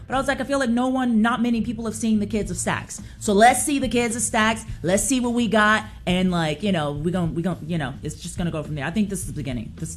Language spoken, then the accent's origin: English; Memphis, Tennessee, United States; being there in my hometown